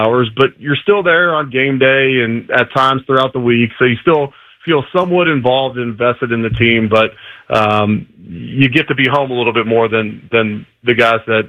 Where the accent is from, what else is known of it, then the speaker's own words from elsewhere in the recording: Cincinnati, Ohio, United States; You know, I grew up in Cincinnati, and Dave Lapham was a legendary color guy for the Bengals.